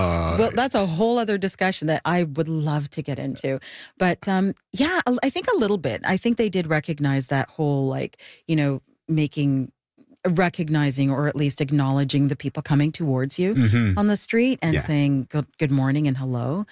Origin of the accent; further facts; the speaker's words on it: Jamaica; where I grew up in Jamaica, it's very rural, and it has not changed.